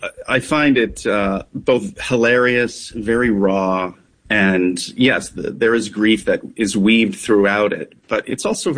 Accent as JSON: {"language": "English", "town": "Rochester", "region": "New York", "country": "United States", "tie": "born or raised there", "moved": "yes"}